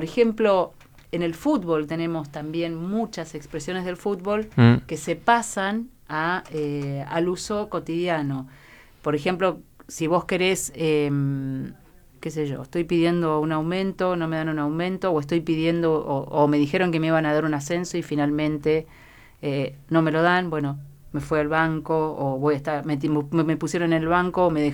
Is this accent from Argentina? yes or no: yes; Argentina; nosotros como argentinos